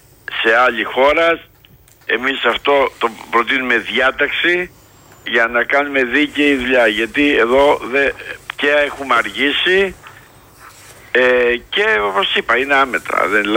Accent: Vasiliko, Ionian Islands, Greece; Εγώ είμαι από το Βασιλικό, από το Πόρτο Ρώμα.

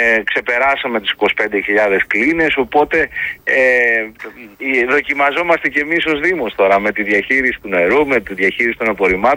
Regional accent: Greece; Λοιπόν, να ξεκινήσω, γιατί ως Έλληνες θεωρούμε ότι η γαστρονομία είναι το πρώτο πράγμα που κοιτάζουμε.

